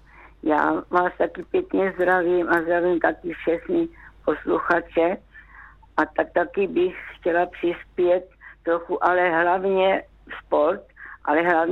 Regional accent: Kunovice, Zlín Region, Czechia; Já pocházím z Kunovic.

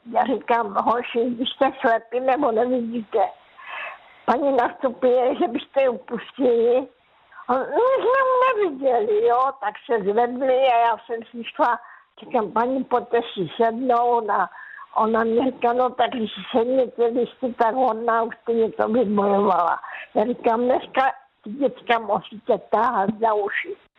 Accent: Karolinka, Zlín Region, Czechia; now in Zlín, Czech Republic; bydlela jsem 47 let s manželem ve Žlíně. Víte, v paneláku, že? Takže vidím ten rozdíl. Já jako malá holka jsem vyrostla vlastně na vesnici v Karolince

